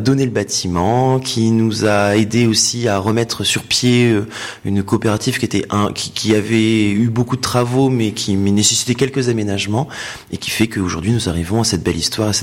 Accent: the north of France, France; accent: pointu; moved away; also born or lived in Paris / Saintes; moi je viens du nord de la France, hein, j'ai l'accent pointu. Et puis ensuite, bah je suis descendu au fur et à mesure du temps à Paris pour aller faire notamment mes études de droit et histoire de l'art à l'école du Louvre et à Paris 11.

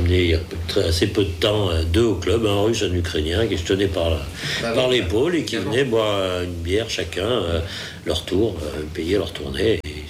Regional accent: Grenoble, Auvergne-Rhône-Alpes, France; now in Sète, France; je suis montagnard, moi je viens des Alpes. Si, quand j'étais jeune, j'avais fait quelques camps de voile, mais payé par la ville de Grenoble à l'époque, parce que moi je suis grenoblois

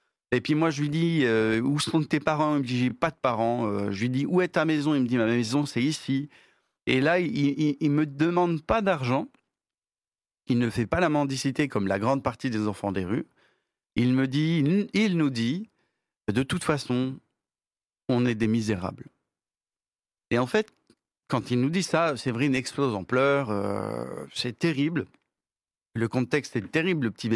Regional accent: Madagascar; moved away as an adult; now in France

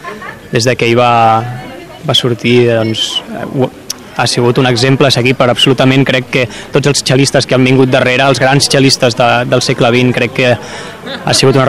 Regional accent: Catalonia, Spain; doncs evidentment com a xelistes i com a catalans també, doncs per nosaltres és un absolut privilegi.

